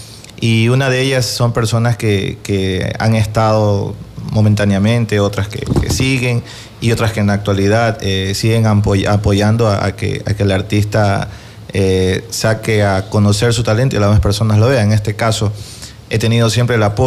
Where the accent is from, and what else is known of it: Ecuador